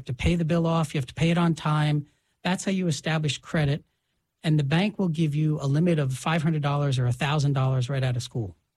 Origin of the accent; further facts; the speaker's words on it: New York City, New York, United States; And so, you know, I grew up in the Bronx, New York. My father was a bus driver for the New York City Transit Authority for 35 years.